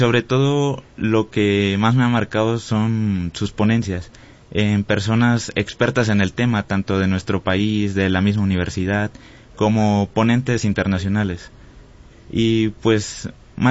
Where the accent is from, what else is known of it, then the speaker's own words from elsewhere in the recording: Veracruz, Mexico; Te cuento, yo vengo de una preparatoria de Veracruz y justamente...